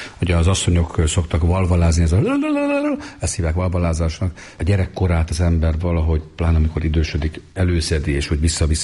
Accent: Aszód, Pest, Hungary; also born or lived in Békéscsaba / Libya; Tehát mind a hárman testvérek Békés Csabán születtünk, de Aszódon nőttem fel, ott jártam általános iskolába, ott érettségiztem, volt egy 4 éves időszak, amikor 1980-84 között mi Líbiában éltünk

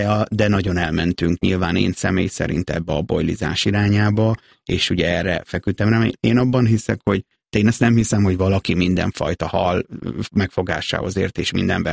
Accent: Nyíregyháza, Szabolcs-Szatmár-Bereg, Hungary; ott ugye nyíregyháziként Tiszalökre sokat jártunk ki

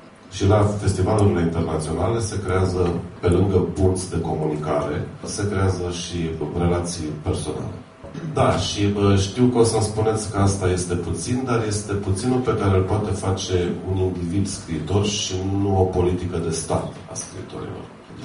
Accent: Maramureș County, Romania; mergea 2 săptămâni pe Valea Faserului, de unde sunt eu, din Vișeul de...

